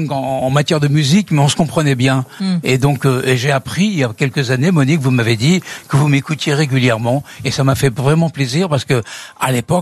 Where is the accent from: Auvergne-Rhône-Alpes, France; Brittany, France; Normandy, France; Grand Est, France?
Grand Est, France; Metz; born there; moved away; Quand j'étais petit, je m'en souviens, j'étais au lycée, à Metz, j'étais en Lorraine.